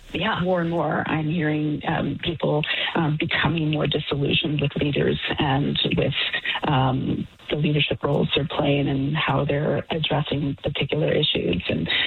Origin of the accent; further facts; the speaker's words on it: British Columbia, Canada; born there; I was raised in the Potlatch, which is our form of government in the Kwakwaka'wakw Nation.